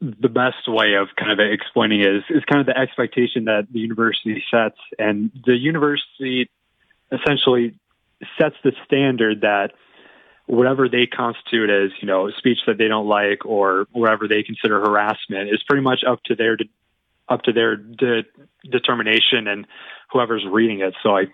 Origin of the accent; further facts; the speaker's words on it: Minnesota, United States; I grew up about 30 minutes south of the Twin Cities. So Minneapolis is kind of my second home away from home.